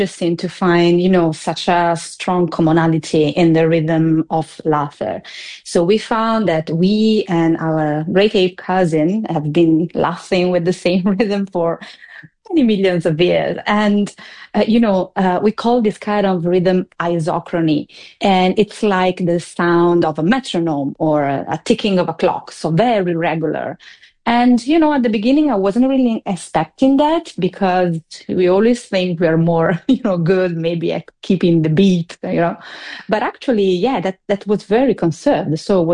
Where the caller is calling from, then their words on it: Italy; I'm speaking from Italy.